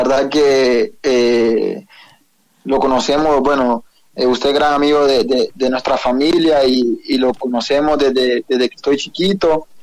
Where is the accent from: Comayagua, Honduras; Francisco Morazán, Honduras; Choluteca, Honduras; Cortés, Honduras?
Cortés, Honduras; San Pedro Sula; now in Portugal; Bueno, vengo de Honduras. Yo soy hondureño, desde la ciudad de San Pedro Sula.